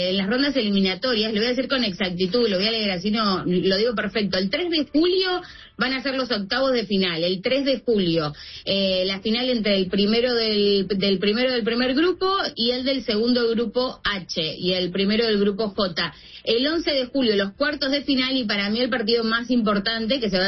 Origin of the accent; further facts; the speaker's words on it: Argentina; Yo, en lo personal, soy argentina, con lo cual, imagínate.